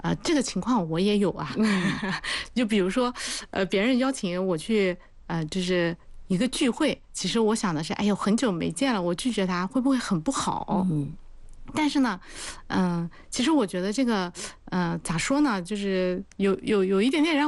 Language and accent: Chinese; China